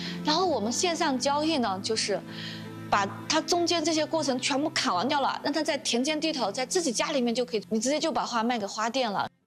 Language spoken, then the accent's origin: Chinese; Dali, Yunnan, China; 我来自云南大理